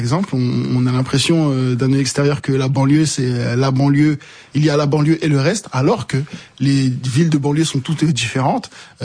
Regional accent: Comoros

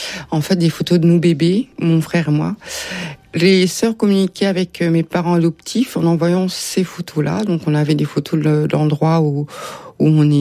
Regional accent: France; Je réponds que je suis une Française afro-asiatique.

